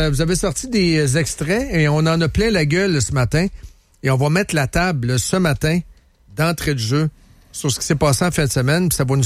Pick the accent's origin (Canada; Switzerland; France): Canada; Ah, moi, je vais au Tim. Je suis canadien.